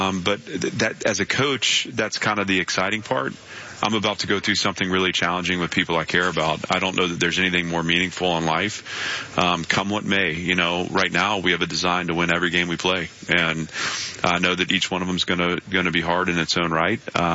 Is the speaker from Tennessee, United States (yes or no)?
yes; Nashville, Tennessee, United States; none of it had to do with the fact that Vanderbilt's my alma mater or the fact that Nashville is my hometown.